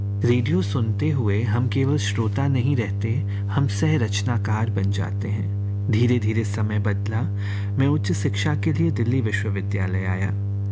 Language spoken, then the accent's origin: Hindi; Gorakhpur, Uttar Pradesh, India; born or raised there